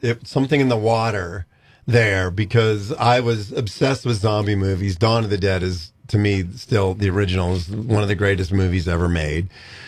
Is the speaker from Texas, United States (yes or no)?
no; Pittsburgh, Pennsylvania, United States; look, I mean, I grew up in Pittsburgh.